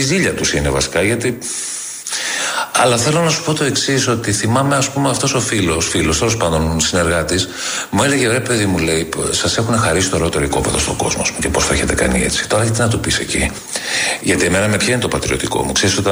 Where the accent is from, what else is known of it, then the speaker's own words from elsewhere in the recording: Greece; Αλλά όταν είμαι εκτός Ελλάδος και κάποιος πάει να μου θίξει την πατρίδα μου, γίνομαι θηρίο.